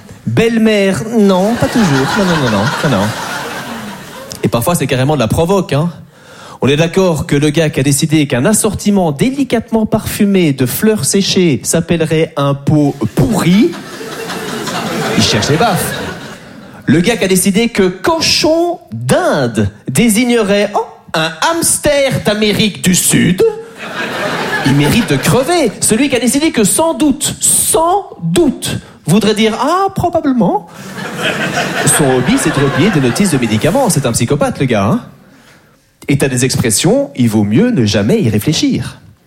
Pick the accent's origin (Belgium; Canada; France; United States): Belgium; Moi, j'adore les Français, même si je suis belge, hein